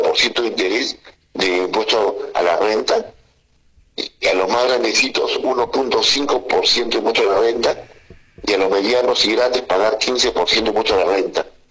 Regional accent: Peru; como ciudadanos y como peruanos

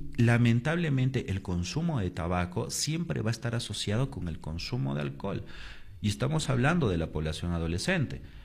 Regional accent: Chumbivilcas, Cusco, Peru; yo también soy chumbivilcano, es una tierra maravillosa, a mí me encanta mi tierra

